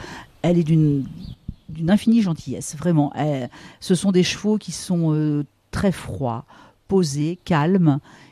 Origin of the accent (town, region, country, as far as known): Breteuil, Normandy, France; born or raised there; also born or lived in Rouen